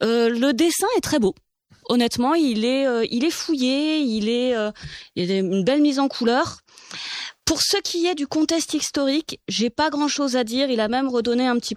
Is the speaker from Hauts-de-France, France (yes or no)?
yes; Hauts-de-France, France; Moi, je viens du Nord, du coup, du côté de Beauvais.